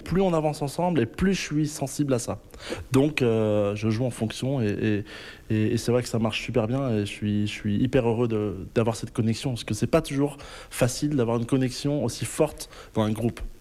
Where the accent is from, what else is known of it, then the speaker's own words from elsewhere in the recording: Nantes, Pays de la Loire, France; je viens de Nantes, et Nantes, c'était un port, un des plus gros ports esclavagistes à l'époque